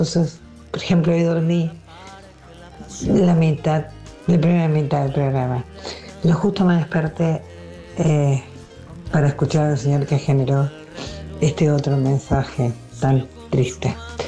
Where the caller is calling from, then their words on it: Adrogué, Buenos Aires Province, Argentina; de Adrogué